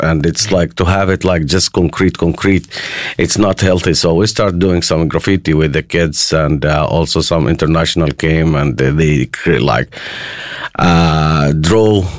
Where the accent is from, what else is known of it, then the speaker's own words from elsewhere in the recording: Palestine; I come from Palestine